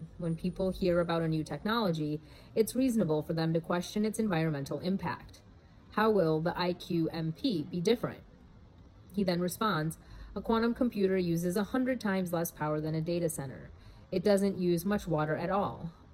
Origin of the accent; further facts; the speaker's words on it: New York City, New York, United States; We didn't have any money growing up in New York City. I went to all public schools and commuted to my magnet high school.